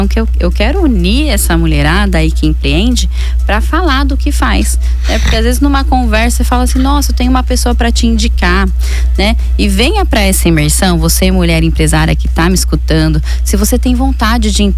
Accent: São José dos Campos, São Paulo, Brazil; now in Caraguatatuba, Brazil; Para uma cidade que me acolheu, eu sou de São José dos Campos, né? Mas atualmente sou caiçara aqui de coração, estou morando aqui, hoje a minha vida é aqui

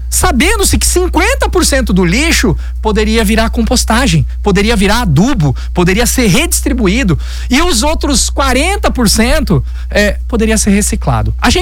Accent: São Paulo, Brazil; sou caiçara, não vou embora daqui, vou continuar daqui.

